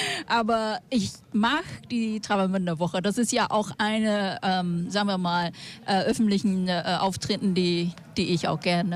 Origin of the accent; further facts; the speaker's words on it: Vietnam; Da, ja, bin Vietnamesen.